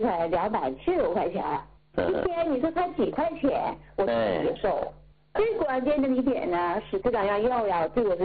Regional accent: Hebei, China; 我家是河北的。

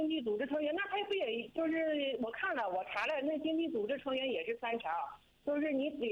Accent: Jilin, China; born there; moved away as an adult; also born or lived in Gongzhuling; now in Chizhou, China; 我是88年出生的，然后出生的原籍是咱吉林这边，然后结婚之后，10年左右迁到安徽池州那边去了。

